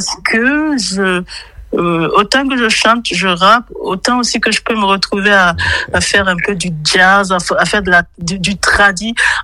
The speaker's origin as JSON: {"language": "French", "country": "Burkina Faso", "tie": "born or raised there", "moved": "yes", "lives_now": "Berlin, Germany", "said": "je suis originaire du Burkina Faso et réside en Allemagne, plus précisément à Berlin."}